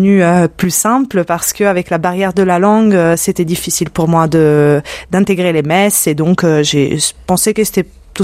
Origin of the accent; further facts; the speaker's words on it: Sicily, Italy; Me concernant, donc je viens d'Italie, je viens de Sicile tout particulièrement et comme beaucoup le savent, la foi est très ancrée. là-bas. Donc, je viens d'une famille catholique, chrétienne.